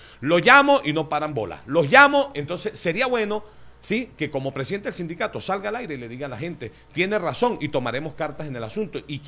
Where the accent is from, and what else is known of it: Venezuela